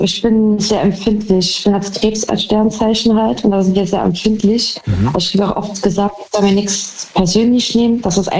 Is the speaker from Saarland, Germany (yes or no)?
yes; Saarbrücken, Saarland, Germany; Saarbrücken.